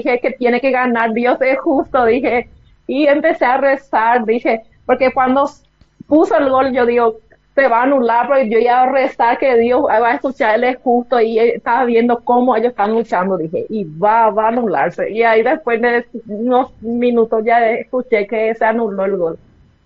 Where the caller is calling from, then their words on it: Paraguay; todos somos paraguayos